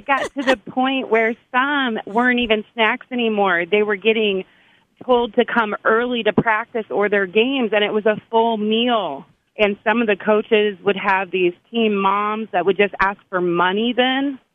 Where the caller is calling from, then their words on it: New Haven, Indiana, United States; I'm from New Haven.